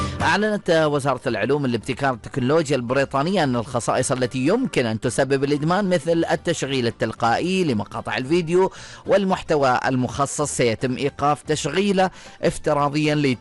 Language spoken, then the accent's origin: Arabic; Oman; عندنا في سلطنة عمان